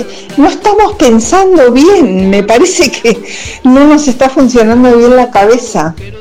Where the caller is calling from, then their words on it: Buenos Aires, Argentina; de Floresta.